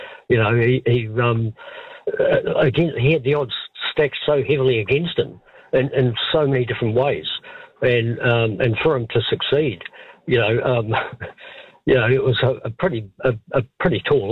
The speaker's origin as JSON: {"language": "English", "region": "Auckland", "country": "New Zealand", "tie": "born or raised there", "said": "You know, I grew up in West Auckland, and a lot of petrol heads out that way"}